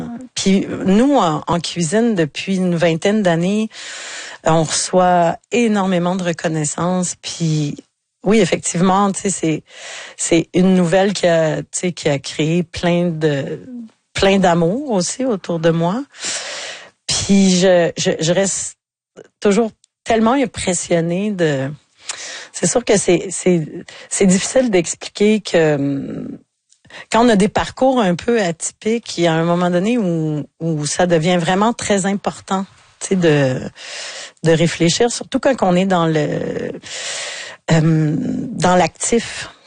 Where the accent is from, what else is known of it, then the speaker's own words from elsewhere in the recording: Quebec, Canada; puis chez nous dans le Bas-Saint-Laurent, tu sais, avec avec le vieux théâtre de Saint-Fabien